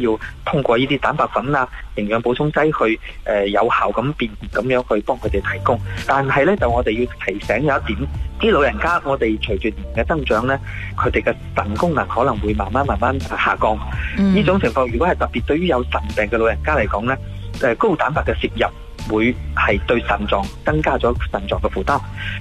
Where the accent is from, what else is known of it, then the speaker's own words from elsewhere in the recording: Guangdong, China; 我哋广东人